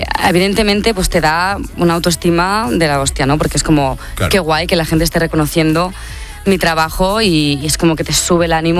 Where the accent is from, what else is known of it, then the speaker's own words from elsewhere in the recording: Tiana, Catalonia, Spain; Yo soy de Barcelona, bueno, de Tiana, en realidad, de un pueblo de alrededores, del Maresma.